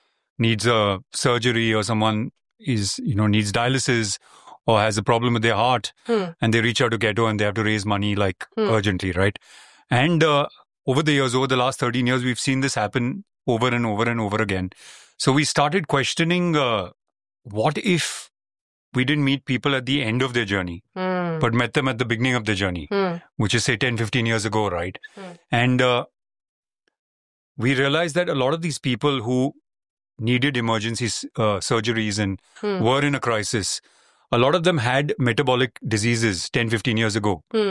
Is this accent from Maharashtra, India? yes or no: yes; Mumbai, Maharashtra, India; I grew up in Bombay.